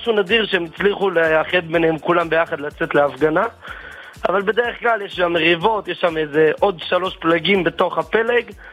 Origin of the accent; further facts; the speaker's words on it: Kiryat Sefer, Judea and Samaria Area, Israel; אני מקריית ספר.